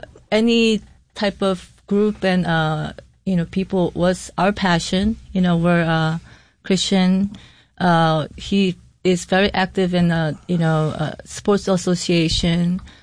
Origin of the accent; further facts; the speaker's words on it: South Korea; English is a second language; now in Rochester, United States; So I'm from Korea, his hometown is LA.